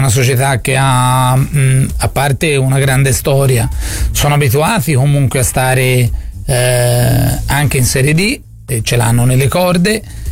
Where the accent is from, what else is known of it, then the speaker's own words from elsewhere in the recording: Florence, Tuscany, Italy; E da fiorentino